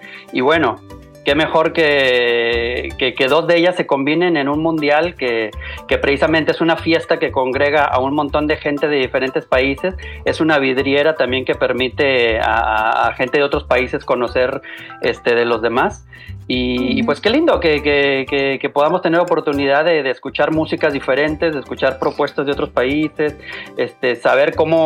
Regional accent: Mexico; now in Argentina; Yo soy mexicano, pero bueno, ya tengo muchísimos años viviendo acá en Argentina.

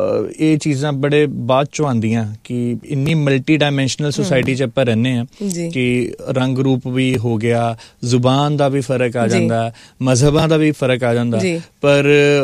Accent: Jalandhar, Punjab, India; ਅਸੀਂ ਜਲੰਧਰ ਦੇ ਆ

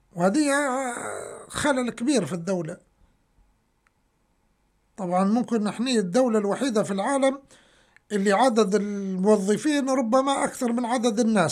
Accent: Libya

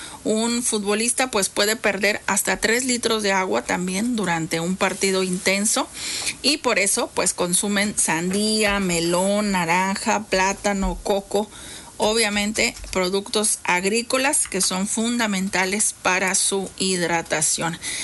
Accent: Mexico; En nuestro país, México

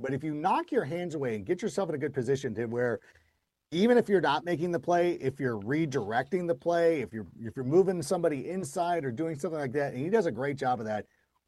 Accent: California, United States; Miguel's Jr. is not close. It's from my hometown. But Miguel's Jr., Don Ramon's, anybody in the Southern California area.

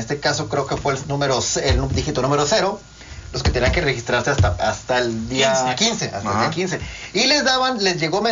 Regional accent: Mexico; Como buen mexicano, lo dejamos al último momento.

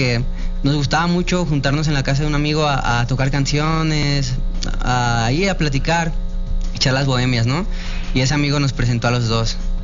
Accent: Guadalajara, Jalisco, Mexico; Sí, tapatío, más tapatío que el virote salado.

